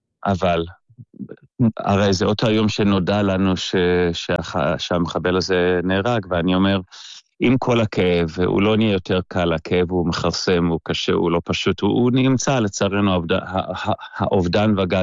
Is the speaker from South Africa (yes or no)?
yes; South Africa; now in Israel; אנחנו עלינו מדרום אפריקה, ויש איזשהו מיזם של לדאוג לחיילים בודדים